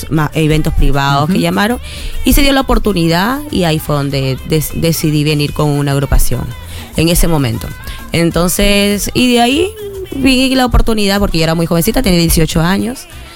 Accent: Lima, Peru; yo soy de Lima.

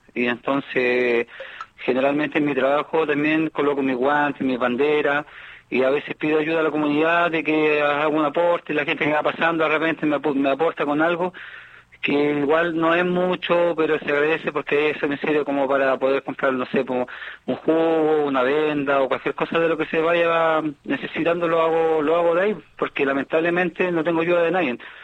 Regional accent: Linares, Maule, Chile; lo hago por Linares, lo hago por mi tierra y mi pueblo.

